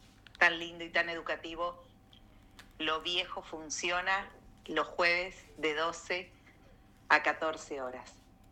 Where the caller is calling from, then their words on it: La Plata, Buenos Aires Province, Argentina; de La Plata